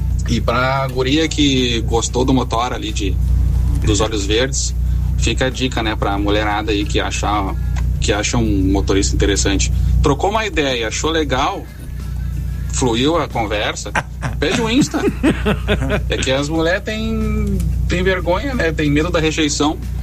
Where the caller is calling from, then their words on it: Gravataí, Rio Grande do Sul, Brazil; Sou de Gravataí. Tô aqui em Porto Alegre agora.